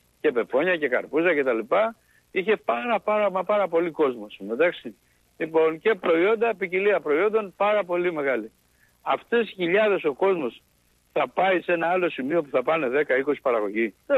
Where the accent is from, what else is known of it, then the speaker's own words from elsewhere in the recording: Thessaly, Greece; Εγώ είμαι από το Πήλιο, ας πούμε, και έρχομαι στην Αθήνα.